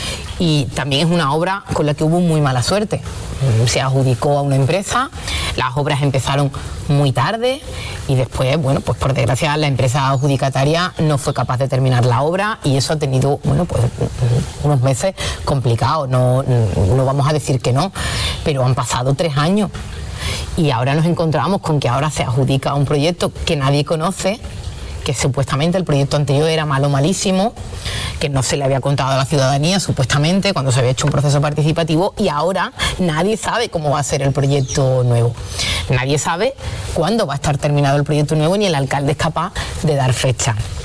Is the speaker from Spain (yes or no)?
yes; Arcos de la Frontera, Andalusia, Spain; a mí me gustaría que mi pueblo saliese en la prensa. Uh-huh. Y es que la Cámara de Cuentas acusa al Ayuntamiento de Arcos de ser de los ayuntamientos